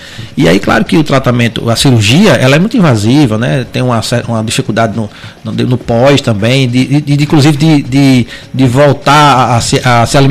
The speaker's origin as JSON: {"language": "Portuguese", "town": "Natal", "region": "Rio Grande do Norte", "country": "Brazil", "tie": "born there", "moved": "as an adult", "lives_now": "Pedra Grande, Brazil", "said": "sou natalense de nascimento e pedagrandense de coração."}